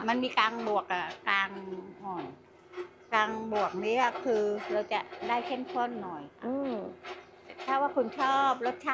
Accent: Surat Thani, Thailand; now in Ranong, Thailand; เป็นคนสุราษฎ

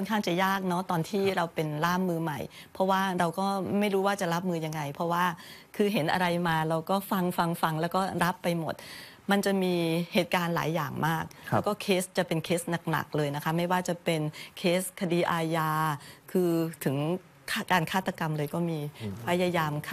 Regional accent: Isan, Thailand; คนอีสานนี่แหละคนอีสานบ้านเฮานี่แหละ

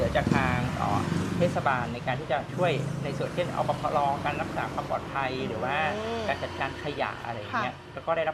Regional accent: Phe, Rayong, Thailand; ชุมชนบ้านเพที่โตมาอยู่โตที่เพเติบโตที่ระยอง

